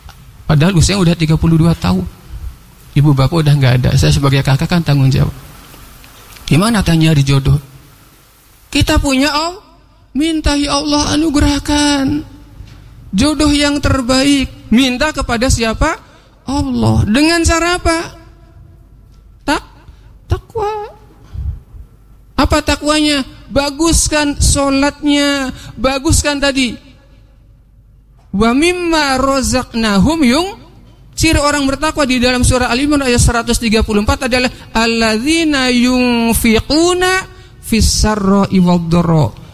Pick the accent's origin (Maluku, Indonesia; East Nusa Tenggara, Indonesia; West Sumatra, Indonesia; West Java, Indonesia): West Java, Indonesia; Indramayu; moved away; Walaupun saya orang Indramayu, dapat beasiswa orang Bandung gitu ya